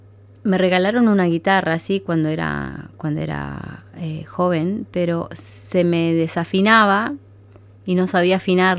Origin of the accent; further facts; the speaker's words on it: Comodoro Rivadavia, Chubut, Argentina; moved away as an adult; also born or lived in Buenos Aires; yo empecé el tango tradicional ahí en Comodoro, de donde soy, en la Patagonia, y después de algunos meses me mudé a Buenos Aires